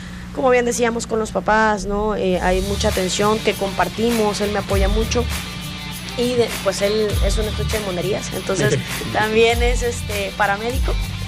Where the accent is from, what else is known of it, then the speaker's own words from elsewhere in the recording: Balancán, Tabasco, Mexico; moved away as an adult; also born or lived in Jonuta; Balancán, porque digo, de hecho fui concebida en Balancán. O sea, vine a nacer aquí y vámonos para atrás. Sí, y crecí hasta que terminé la universidad allá. Lo poco que crecí, lo crecí en Balancán.